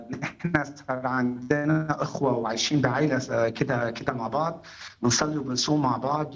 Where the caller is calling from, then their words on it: France; نحن كابل عايشين بفرنسا زي اي كابل اوروبي،